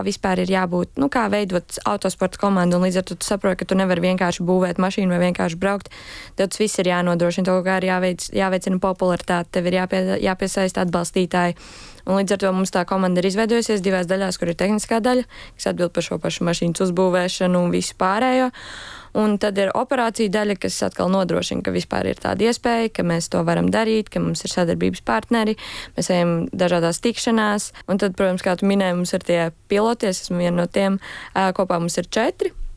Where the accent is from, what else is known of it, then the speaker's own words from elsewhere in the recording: Bauska Municipality, Latvia; sanāca tā arī uzaugts, arī esmu no Bauskas puses.